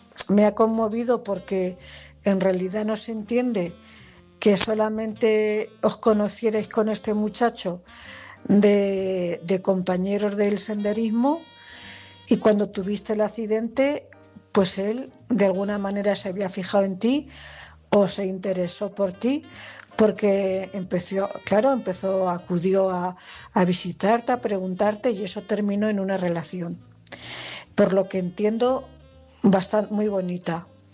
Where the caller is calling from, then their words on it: Cuenca, Castilla-La Mancha, Spain; corresponsal de Cuenca.